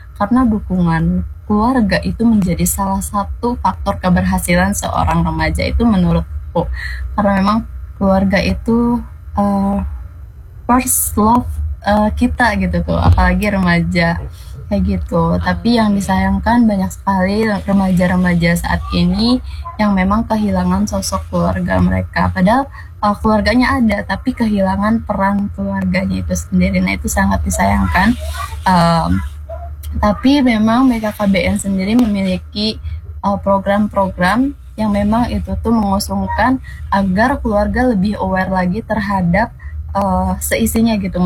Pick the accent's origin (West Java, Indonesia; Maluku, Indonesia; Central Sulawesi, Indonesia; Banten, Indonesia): Banten, Indonesia; Pandeglang; aku dari remaja yang ada di Pandeglang yang memang akses untuk kesana kesininya susah